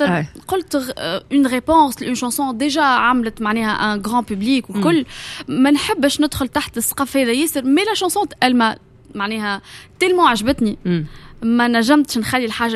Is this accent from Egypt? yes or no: no; Tunisia